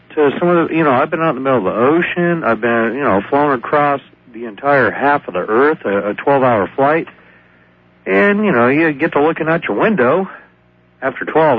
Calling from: Weaverville, California, United States

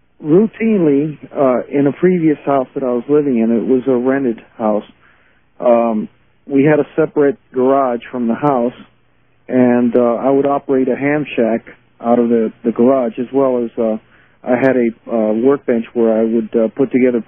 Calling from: California, United States; I'm calling from California.

